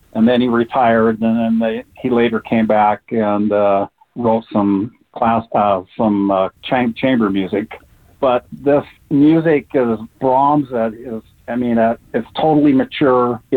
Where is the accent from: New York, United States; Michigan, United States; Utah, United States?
Utah, United States; Salt Lake City; from Salt Lake City, Utah